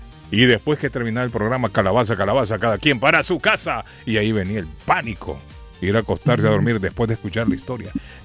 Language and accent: Spanish; Honduras; moved away; Yo cuando estaba en mi país, Arley, en mi ciudad